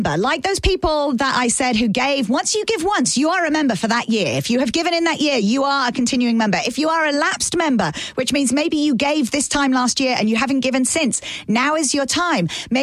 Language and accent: English; England, United Kingdom; I never know. I'm English.